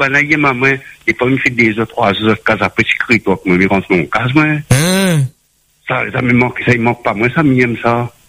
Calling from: Saint-André, Réunion; L'île de la Réunion, Saint-André

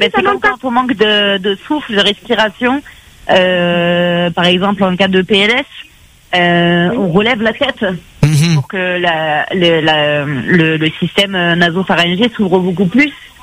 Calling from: Provence-Alpes-Côte d'Azur, France; On est dans le 13, nous.

